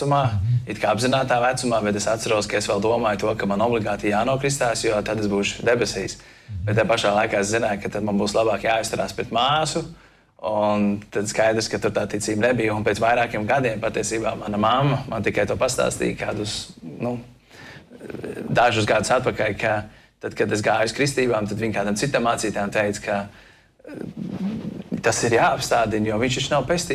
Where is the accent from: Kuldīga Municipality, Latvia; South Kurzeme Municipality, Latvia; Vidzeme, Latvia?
South Kurzeme Municipality, Latvia; Grobiņa; born there; also born or lived in Liepāja, Latvia / Ireland; Un būtībā arī pats uzaugu bērnībā Grobiņā pirmos dažus gadus. Tā ir mana tāda pirmā draudze, kuras atceros, kur mēs uzaugām. Un tad vēlāk, kad gadi 11 bija, te pārcēlēmas dzīvot uz Liepāju.